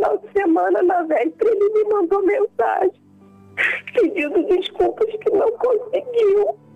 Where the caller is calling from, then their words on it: Rio de Janeiro, Brazil; Eu sou de Burgo, Rio de Janeiro.